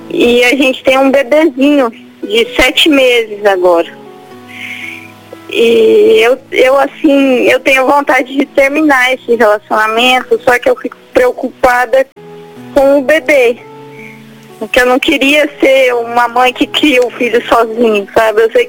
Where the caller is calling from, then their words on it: Pará, Brazil; Eu falo do Pará.